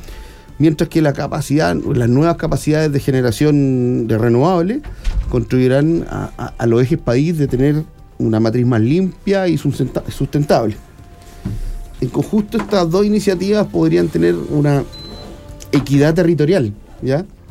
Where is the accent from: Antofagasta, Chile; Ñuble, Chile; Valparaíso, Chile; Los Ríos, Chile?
Ñuble, Chile; Chillán; born there; Yo soy ingeniero civil eléctrico de la Universidad de Concepción, soy de Ñuble, soy chillanejo, por lo tanto conozco el territorio